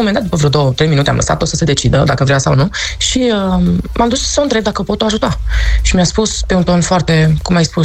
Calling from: Mureș County, Romania; din Mureș.

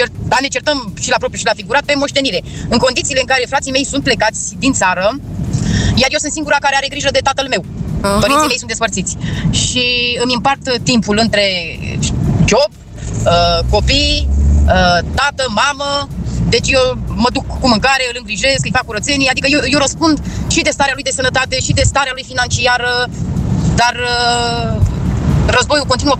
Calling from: Craiova, Dolj, Romania; de la Craiova.

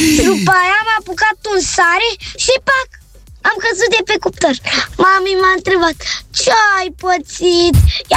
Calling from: Bucharest, Romania; din București.

